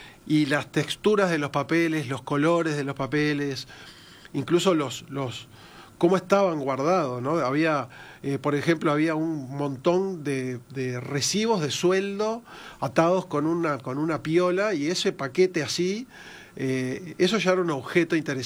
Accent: Uruguay; nosotros como uruguayos tenemos eso de que nuestra identidad está muy relacionado con lo que es las olas migratorias y todos venimos de algunas familias que vienen de otros lados.

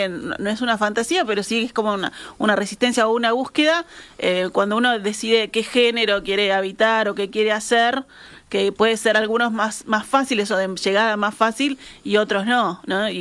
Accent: Uruguay; soy uruguayo

